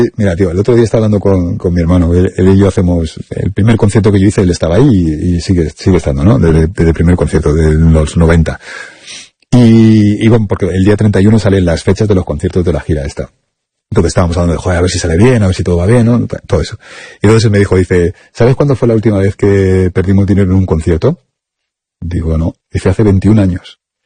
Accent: Torrejón de Ardoz, Community of Madrid, Spain; Pues si yo soy de Torrejón.

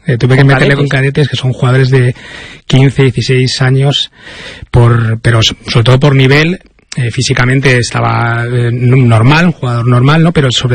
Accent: Leganés, Community of Madrid, Spain; da la coincidencia que también soy de Leganés, entonces le conozco, soy de Leganés, entonces le conozco también de allí

